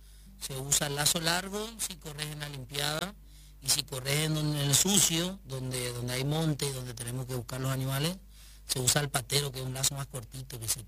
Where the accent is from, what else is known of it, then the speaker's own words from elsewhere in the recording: Gran Guardia, Formosa, Argentina; Se hace en mi casa, allá en Gran Guardia, mi pueblito